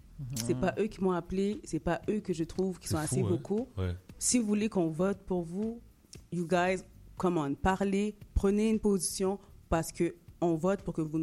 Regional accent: Quebec, Canada; nos enjeux, on est des Québécois ici, deviennent des enjeux de société.

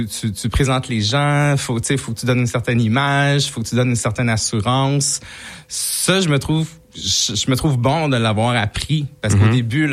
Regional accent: Montreal, Quebec, Canada; J'ai grandi à Montréal-Nord

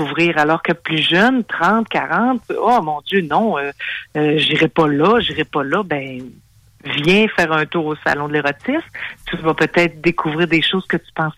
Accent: Saguenay, Quebec, Canada; on vient du Saguenay

